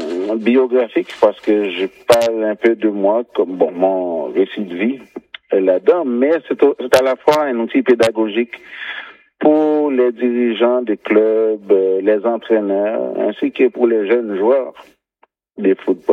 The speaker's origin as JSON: {"language": "French", "country": "Haiti", "said": "Mais étant donné que je suis haïtien, j'ai quand même un parcours assez atypique."}